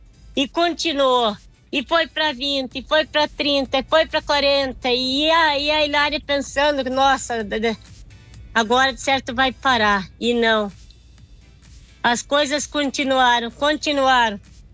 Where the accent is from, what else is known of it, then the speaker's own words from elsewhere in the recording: Itaiópolis, Santa Catarina, Brazil; eu sou aqui de Itaiópolis, né? Nasci e me criei aqui, moro aqui em Itaiópolis